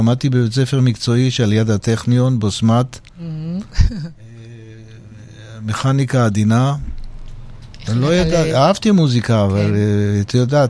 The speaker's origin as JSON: {"language": "Hebrew", "town": "Haifa", "region": "Haifa District", "country": "Israel", "tie": "born or raised there", "said": "אני נולדתי בחיפה."}